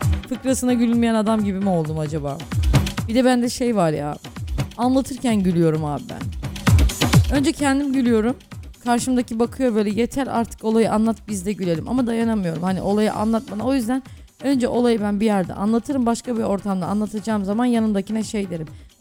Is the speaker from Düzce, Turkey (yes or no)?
yes; Düzce, Turkey; dedik ben Düzce'liyim. Düzce'de de genelde yengen oluyor. Meşhurdur Düzce'nin yengeni falan dedim.